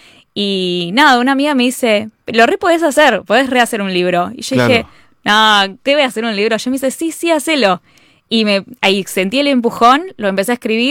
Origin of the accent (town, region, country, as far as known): Martínez, Buenos Aires Province, Argentina